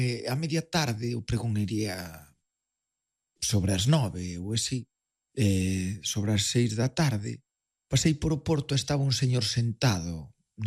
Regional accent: Riós, Galicia, Spain; son do interior, son de Riós, entre Agudiña e Verín, para situar un pouquiño e tal.

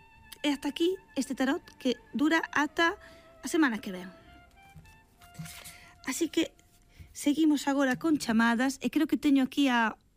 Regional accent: Cedeira, Galicia, Spain; os que somos de Cedeira pensamos en Cedeira

